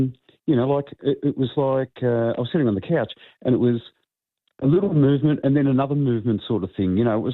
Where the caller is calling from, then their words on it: Reservoir, Victoria, Australia; Reservoir.